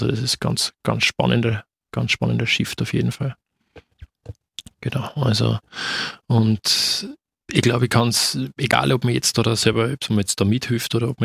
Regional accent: Upper Austria, Austria; ich komme aber eher aus dem Bereich Welsland, also ich bin jetzt auch kein gebürtiger Linzer.

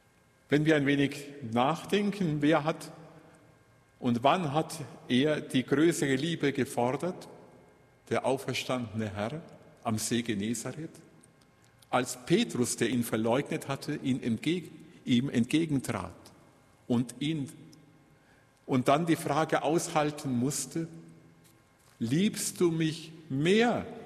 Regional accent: Kronach, Bavaria, Germany; born there; Ich bin ja in der Nähe von Bamberg geboren, in Kronach.

